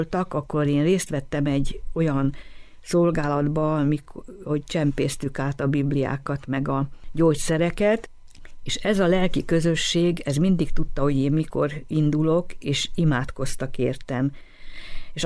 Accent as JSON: {"language": "Hungarian", "country": "Hungary", "said": "Tehát az, hogy én magyar vagyok"}